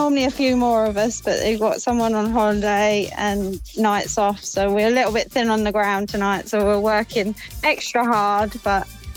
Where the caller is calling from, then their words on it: Kent, South East England, United Kingdom; we're down in Kent at the minute at Rye Bakery.